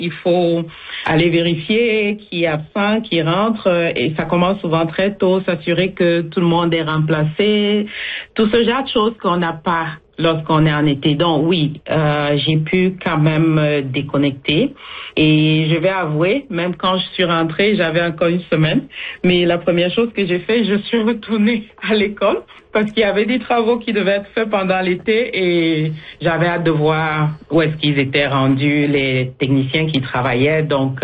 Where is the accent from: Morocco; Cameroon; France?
Cameroon; Bafoussam, West; now in Canada; au Cameroun, en Afrique, où j'ai eu le plaisir de passer quelques temps avec ma famille dans ma ville natale à Bafoussam.